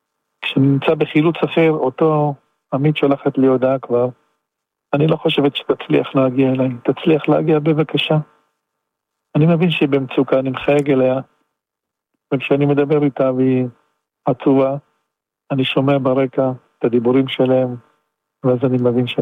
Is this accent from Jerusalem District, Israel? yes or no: no; Southern District, Israel; אני גדלתי באזור הזה, אני ישנתי, אני בכיתי באזור הזה כשהייתי ילד קטן.